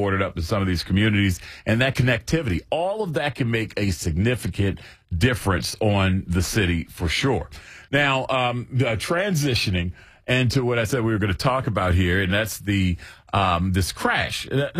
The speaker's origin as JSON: {"language": "English", "town": "Charlotte", "region": "North Carolina", "country": "United States", "tie": "born there", "said": "I was born in 81 in Charlotte, North Carolina."}